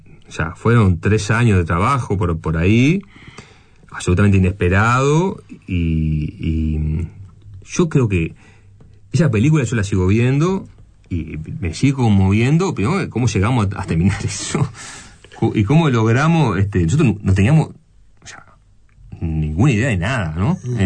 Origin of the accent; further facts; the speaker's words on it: Uruguay; nosotros somos de Uruguay